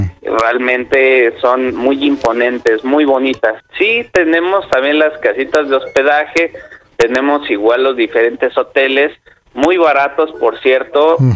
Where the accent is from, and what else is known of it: Mexico; now in Axapusco, Mexico